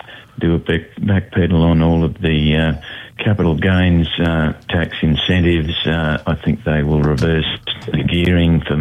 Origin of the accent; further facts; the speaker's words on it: Taroom, Queensland, Australia; It's one of the good little shows in central Queensland, my hometown